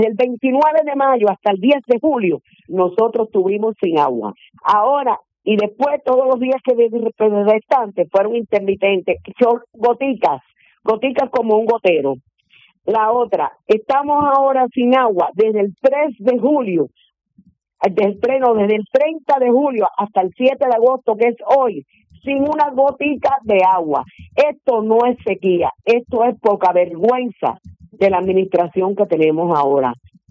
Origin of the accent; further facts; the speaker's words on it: Villamar, Puerto Rico; No, no, nosotros somos de Villamar.